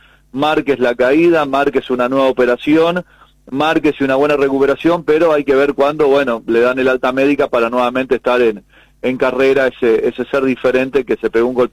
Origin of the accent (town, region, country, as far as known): Uruguay